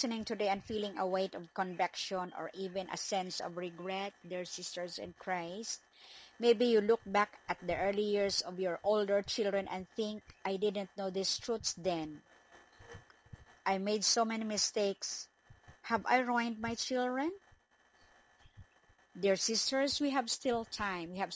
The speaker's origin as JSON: {"language": "English", "town": "Bacolod", "region": "Western Visayas", "country": "Philippines", "said": "from the City of Smiles"}